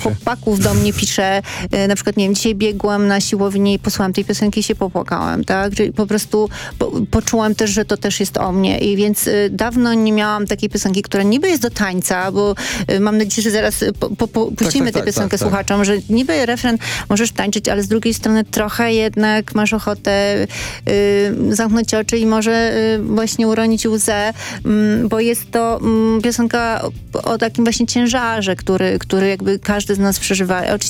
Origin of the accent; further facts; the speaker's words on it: Mielno, West Pomeranian Voivodeship, Poland; moved away; also born or lived in Sopot; ja pochodzę z Mielna. Potem też 10 lat mieszkałam w Sopocie